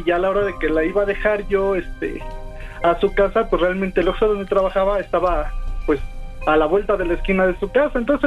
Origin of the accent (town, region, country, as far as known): Chimalhuacán, State of Mexico, Mexico